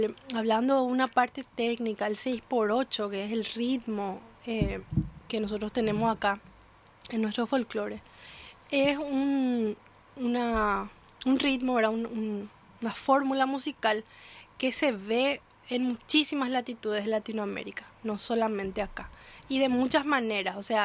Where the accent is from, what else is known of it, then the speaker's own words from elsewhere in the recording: Asunción, Paraguay; Yo soy asunciana, o sea, yo nací en Asunción, pero mi mamá y toda mi familia, aparte de mi mamá, son de Altos, ¿verdad? Específicamente de Itabazá.